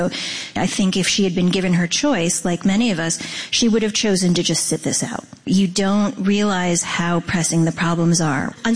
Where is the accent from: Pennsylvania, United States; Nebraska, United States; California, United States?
Pennsylvania, United States; born there; In my first elementary school, I was born outside of Pittsburgh, and I was one of two people of color.